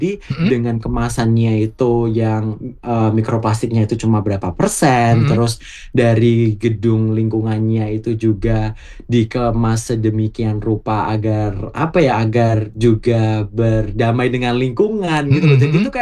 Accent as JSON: {"language": "Indonesian", "town": "Boyolali", "region": "Central Java", "country": "Indonesia", "said": "Makanya dari itu aku sebagai orang Boyolali yang mungkin bernotabene belum banyak orang tahu Boyolali itu mana gitu kan ya."}